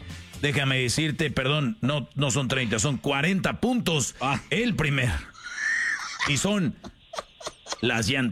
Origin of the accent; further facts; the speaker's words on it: San Nicolás de los Garza, Nuevo León, Mexico; born there; En San Nicolás de los Garza.